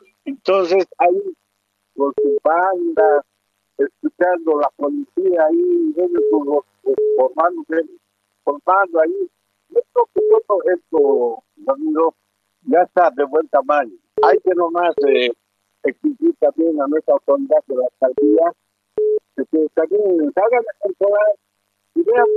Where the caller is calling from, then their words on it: La Paz, Bolivia; te hablo de la ciudad de La Paz.